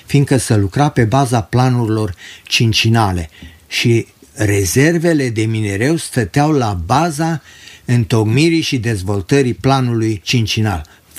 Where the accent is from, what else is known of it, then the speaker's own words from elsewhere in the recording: Sântimbru, Alba County, Romania; born there; also born or lived in Roșia Montană; 1987, când am plecat din Roșia Montană, m-am mutat cu locuința în Sântimbru. În curtea părintească mi-am făcut și o căsuță modestă, fiindcă am fost legat, cum se zice, de la sat am plecat, la sat m-am întors, unde mă simt foarte bine.